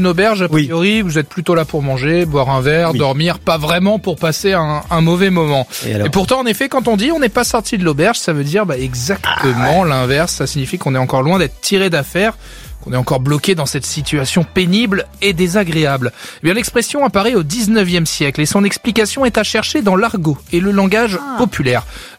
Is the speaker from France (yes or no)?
yes; France; Mais chez nous en France, cette expression peut s'utiliser dans absolument toutes les situations.